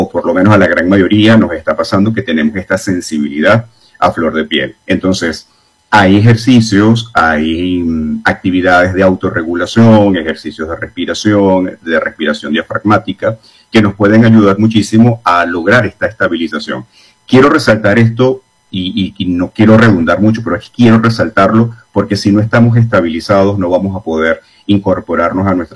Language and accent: Spanish; Venezuela; soy venezolano